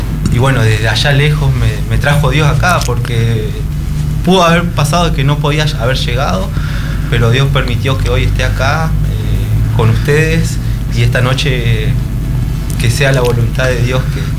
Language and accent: Spanish; Río Grande, Tierra del Fuego, Argentina; yo vengo desde Tierra del Fuego, de Argentina. Mi ciudad se llama Río Grande.